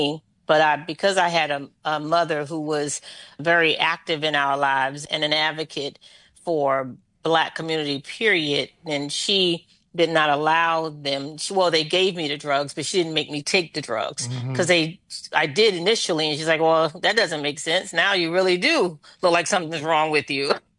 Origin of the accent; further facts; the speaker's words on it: Philadelphia, Pennsylvania, United States; So growing up in Philly was interesting. I was the youngest of seven.